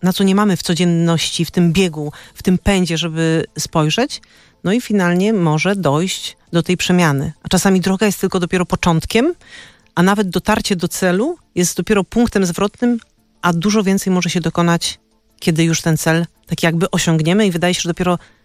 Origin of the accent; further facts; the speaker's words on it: Częstochowa, Silesian Voivodeship, Poland; Ja tak o te Częstochowe pytam nie bez kozery, bo jestem sama częstochowianką, co też powoduje, że z jednej strony Jasna Góra jest jak mój drugi dom, tak?